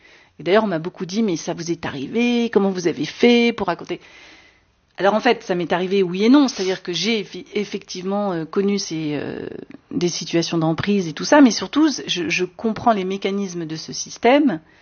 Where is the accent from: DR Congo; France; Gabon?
France; Bon, j'ai un peu de sang italien, et mais voilà, je suis quand même assez privilégiée à un endroit de voilà d'une famille française tradie